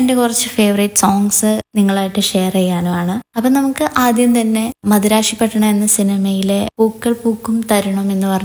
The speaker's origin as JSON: {"language": "Malayalam", "town": "Kozhikode", "region": "Kerala", "country": "India", "said": "എന്റെ സ്ഥലം കോഴിക്കോടാണ് കേട്ടോ."}